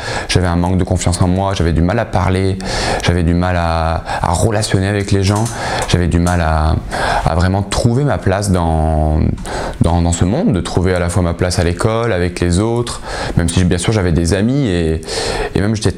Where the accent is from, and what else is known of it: Oyonnax, Auvergne-Rhône-Alpes, France